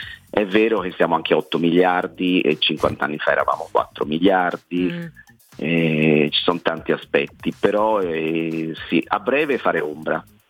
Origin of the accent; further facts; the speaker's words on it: Florence, Tuscany, Italy; sono fiorentino